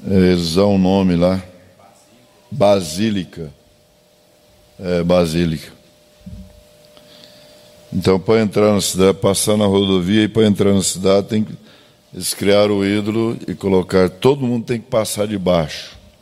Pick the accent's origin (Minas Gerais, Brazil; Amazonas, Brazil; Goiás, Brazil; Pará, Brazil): Goiás, Brazil; Trindade; Em Trindade, por exemplo, onde eu fui criado